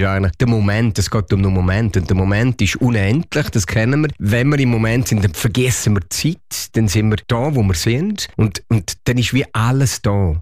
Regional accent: Switzerland; accent: Swiss German; Ich wollte schon immer noch mal Schweizerdeutsch singen. Für mich war es klar. Und ich habe so einen schönen broten Dialekt.

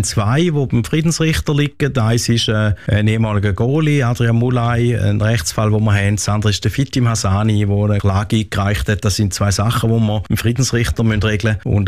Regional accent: Schaffhausen, Switzerland; now in Singapore; auch wenn ich in Singapur wohne, ja, ich bin Schweizer, bin in der Nähe aufgewachsen und ich fühle mich sehr wohl in dem Umfeld

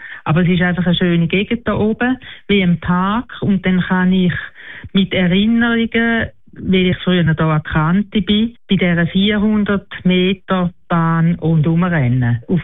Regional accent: Dachsen, Zurich, Switzerland; now in Schaffhausen, Switzerland

